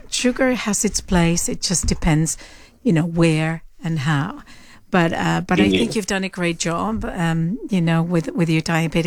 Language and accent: English; Buenos Aires, Argentina; I'm actually from Argentina. I was born in Argentina. In Buenos Aires, yes.